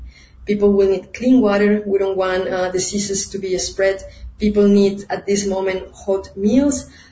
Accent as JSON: {"language": "English", "country": "Mexico", "tie": "born or raised there", "moved": "yes", "lives_now": "Venezuela", "said": "I grew up in Mexico alongside the Pacific Ocean, and I grew up with earthquakes."}